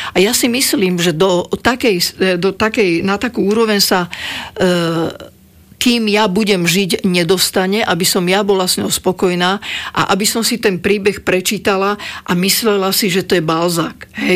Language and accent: Slovak; Považská Bystrica, Trenčín Region, Slovakia; born there; also born or lived in Púchov; now in Bratislava, Slovakia; Ja som sa narodila v Považskej Bystrici, potom som žila v Púchove a tu som 52 rokov.